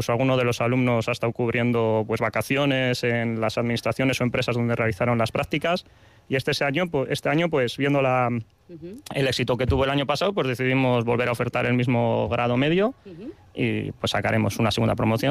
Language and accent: Spanish; Bilbao, Basque Country, Spain; now in Carranza, Spain; No soy de Carranza, no. Yo soy bilbotarra.